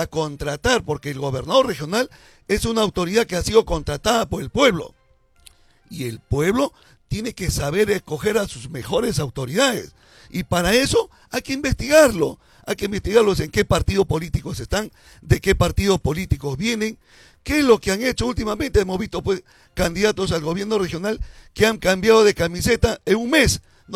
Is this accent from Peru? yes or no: yes; Piura, Peru